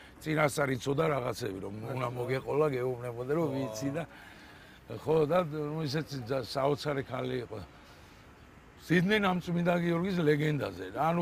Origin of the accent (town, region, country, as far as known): Tbilisi, Georgia; born there